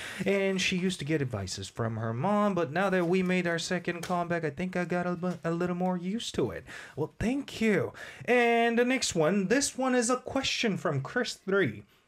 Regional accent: Daejeon, South Korea; it resembles my hometown, which is 대전.

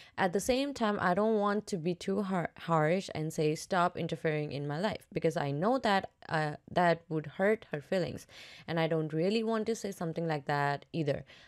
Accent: India; I'm Indian.

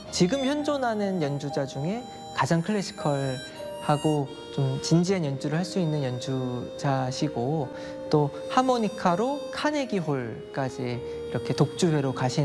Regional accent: South Korea; moved away as an adult; also born or lived in Norway; 이번에 제가 심사위원으로 간 것이 한국인으로서는 처음이자 유일하게 심사위원으로 가게 됐습니다.

